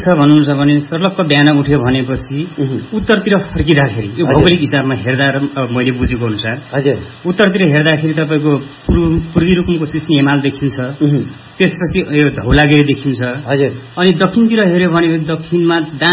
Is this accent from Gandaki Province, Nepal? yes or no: no; Rolpa, Lumbini Province, Nepal; म हुन चाहिँ यहीँको स्थानीय हो, मेरो जन्म पनि यहीँ भएको हो।